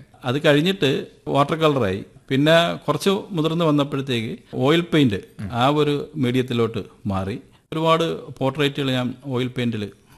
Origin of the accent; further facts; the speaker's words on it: Hariharapuram, Kerala, India; ഇങ്ങനെയുള്ള ഒരു പ്രകൃതി രമണീയമായ ഹരിഹരപുരം എന്ന എന്റെ ഗ്രാമത്ത് ജനിച്ചു വളർന്നതിന്റെ